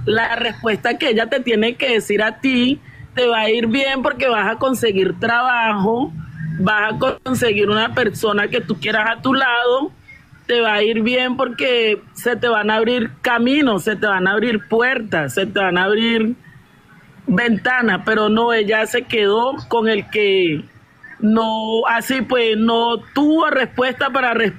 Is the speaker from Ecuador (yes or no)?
no; Venezuela; Tuve una enfermedad muy grave en Venezuela, porque yo también soy venezolana, pero de padres colombianos, ¿sí?